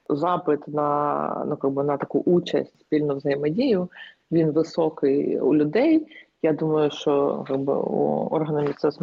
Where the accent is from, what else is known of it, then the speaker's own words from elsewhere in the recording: Kharkiv, Kharkiv Oblast, Ukraine; то, що навколо нас оточує, це в більшості формує своє розуміння, що я з Харкова.